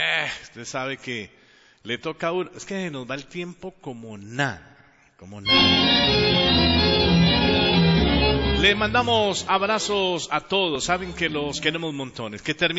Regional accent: Colombia; born there; yo soy orgullosamente hispano, orgullosamente latino, orgullosamente hablo este castellano, pero decimos en la calle, como hablamos, este español, este español, o como dicen los portugueses, los italianos, este español. Nací en un país maravilloso, en la puerta Sudamérica, en Colombia

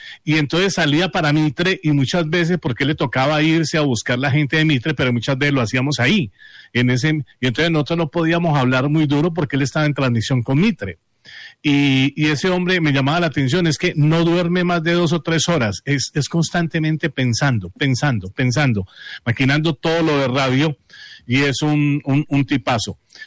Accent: Pereira, Risaralda, Colombia; Somos colombianos, pero somos de Pereira.

